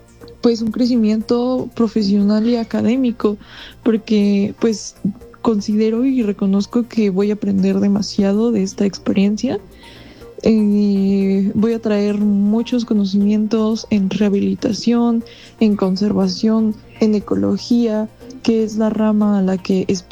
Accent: Mexico; pero pues al menos yo como mexicana, el ganarme una beca de este tipo, pues sí, es un orgullo nacional para mí

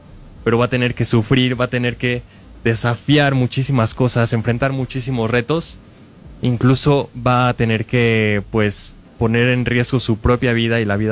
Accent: Puebla, Mexico; Yo soy de Puebla. Si están en Puebla, si están en Ciudad de México, si están en Pachuca, si están en Guadalajara, en estos lugares son los que estoy contemplando para hacer presentaciones de libro.

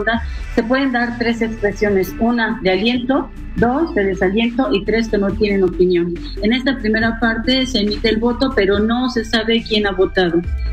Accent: Mexico; Lo diría desde nuestra óptica como pueblo mexicano, pues implicaría a nivel mundial la ruptura de este techo de cristal que mucho ha venido a trabajar nuestra nación

